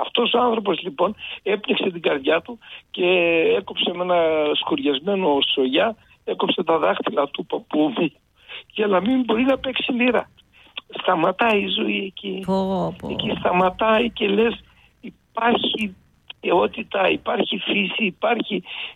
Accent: Greece; born there; Εγώ γεννήθηκα εκεί λοιπόν, στην Ετωράχια Λασσόνας, εκεί όμως γεννήθηκαν και οι γονείς μου.

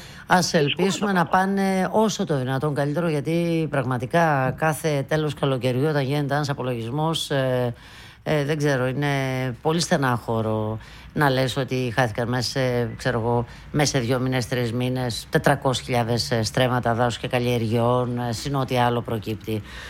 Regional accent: Central Macedonia, Greece; Βλέπω και από τα μέρη τα δικά μου, είμαι από Πιερία.

